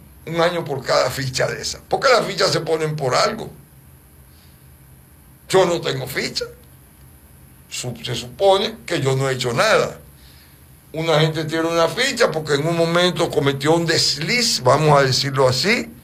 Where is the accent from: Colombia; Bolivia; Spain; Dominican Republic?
Dominican Republic; esos somos nosotros los dominicanos.